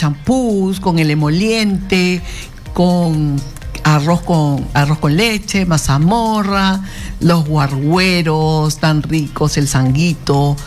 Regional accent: Pisco, Ica, Peru; Yo soy de Pisco, pues.

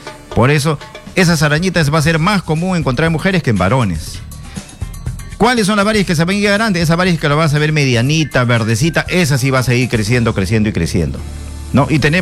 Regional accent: Canta, Lima, Peru; now in Lima, Peru; yo soy de Canta, la sierra

